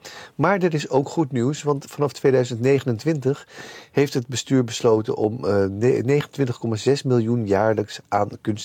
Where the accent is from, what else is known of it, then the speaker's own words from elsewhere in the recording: Amsterdam, North Holland, Netherlands; Waar mijn oog op is gevallen als Amsterdammer, kan ik er niet omheen dat we als eerste grote stad van het land het coalitieakkoord bekend hebben gemaakt.